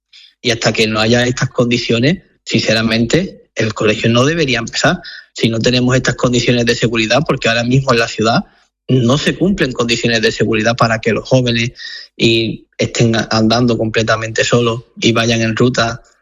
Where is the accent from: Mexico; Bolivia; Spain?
Spain; Ceuta; estoy contando la verdad de lo que está pasando en mi tierra, lo seguiré contando y no tengo que contestar a nadie una carta, porque me parece que es un insulto hacia mi inteligencia y a la de los ceutíes